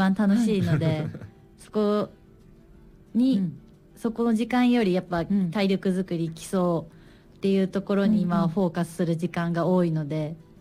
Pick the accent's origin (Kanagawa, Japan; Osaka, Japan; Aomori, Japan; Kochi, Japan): Osaka, Japan; 大阪です。でアイスホッケーも大阪で始めました。